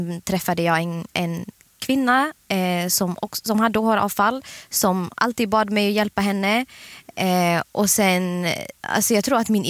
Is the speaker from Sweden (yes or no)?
no; Eritrea